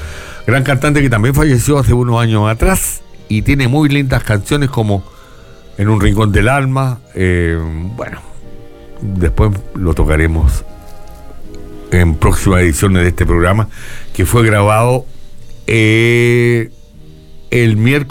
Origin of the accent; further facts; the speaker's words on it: Chile; por favor no me digan chilenito, yo soy chileno.